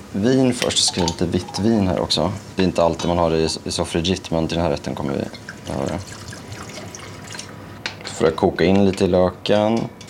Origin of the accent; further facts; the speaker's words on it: Norrköping, Östergötland, Sweden; now in Stockholm, Sweden; och jag bor i Stockholm men jag kommer från Norrköping från början.